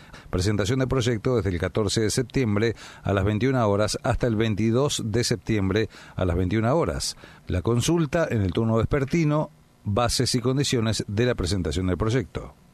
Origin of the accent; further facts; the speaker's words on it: El Caín, Río Negro, Argentina; Yo me fijo en mi pueblo, el Caín, donde con 4 hermanos fuimos a la escuela número 173 y después, como todos, los vamos dejando por trabajo o estudios a otras provincias, y cuando queremos volver a nuestros pagos